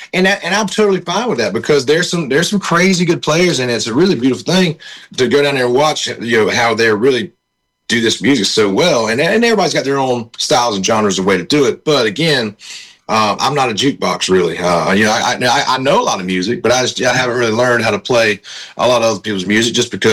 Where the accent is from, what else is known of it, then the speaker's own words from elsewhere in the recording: South Carolina, United States; I'm from South Carolina, and that sound, you know, kind of has like a, you know, a gospely, bluesy, swampy kind of thing to it.